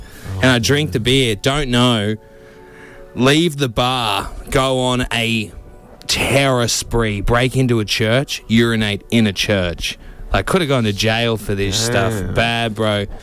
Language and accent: English; Australia; accent: Australian